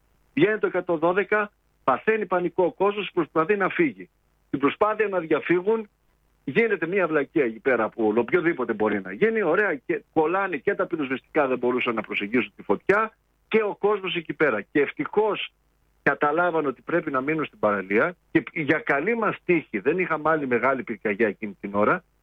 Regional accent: Lemnos, North Aegean, Greece; γιατί κατάγομαι από τη Λίμνο.

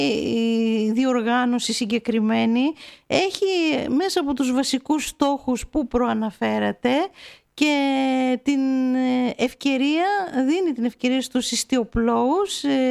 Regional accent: Samos, North Aegean, Greece; εγώ μου αρέσει πάρα πολύ το νησί μου, η επιλογή μου να μείνω εδώ.

